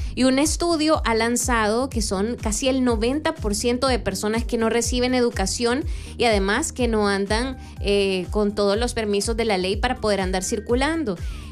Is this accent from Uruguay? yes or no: no; El Salvador; como salvadoreños, como ciudadanos en general, tenemos que tomar acción